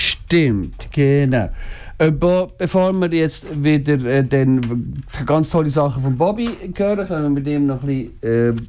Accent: Switzerland; wir als Schweizer oder so kennen uns ja das ein bisschen aus.

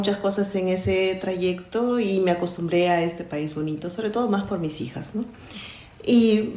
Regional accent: Peru; moved away as an adult; now in Switzerland; Yo vengo de Perú, yo estudié nutrición en mi país y bueno, el amor me trajo por estos lares

